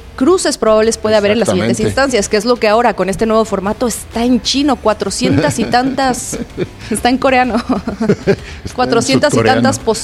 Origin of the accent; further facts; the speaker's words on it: Monterrey, Nuevo León, Mexico; moved away; Buen día, saludos desde Monterrey. ¡Ay, hasta mi tierra!